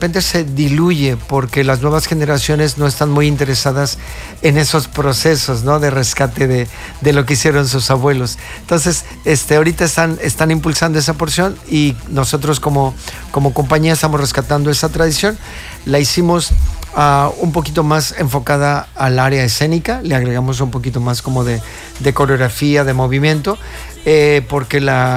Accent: Mexico

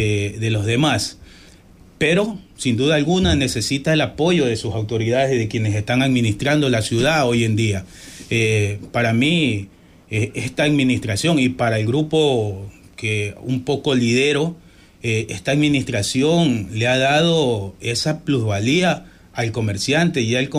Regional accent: Portoviejo, Manabí, Ecuador; No, yo soy de Puerto Viejo.

